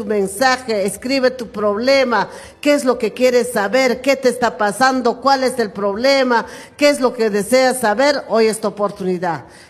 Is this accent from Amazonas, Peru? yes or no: no; Huancavelica, Peru; now in Lima, Peru; claro que yo no soy de Lima, soy de otro lugar, pero quisiera que me digas sobre mi problema. Somos personas humildes, somos de Huancavelica y tenemos un negocio aquí en Ate Vitarte, hermano Jesús.